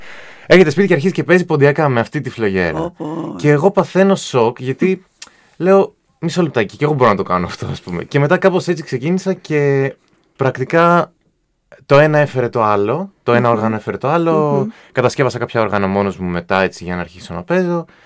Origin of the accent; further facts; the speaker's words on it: Athens, Attica, Greece; Εγώ, εντάξει, τώρα μεγάλωσα στην Αθήνα, γεννήθηκα και μεγάλωσα, εκεί μένω, εκεί, από εκεί είμαι. Με μισή ποντιακή καταγωγή από τη μητέρα μου. Ο πατέρας μου είναι από τη Χίο